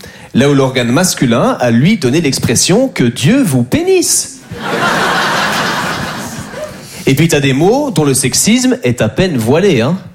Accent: Belgium; Moi j'adore les Français, même si je suis belge

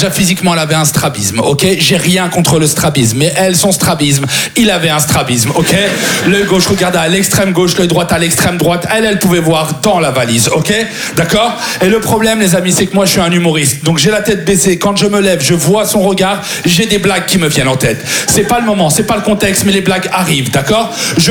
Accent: France; quand on est français à l'étranger et qu'on appelle notre ambassade, il y a un sentiment de fierté

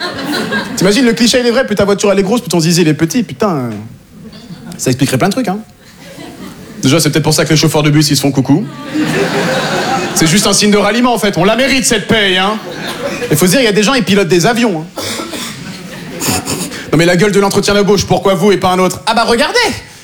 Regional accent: Normandy, France; born there; Tu me demandes, tu viens d'où? Je te réponds honnêtement. Moi, je suis né en Normandie.

